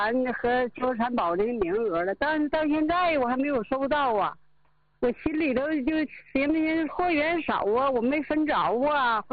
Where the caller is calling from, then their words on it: Siping, Jilin, China; ，今年75岁了。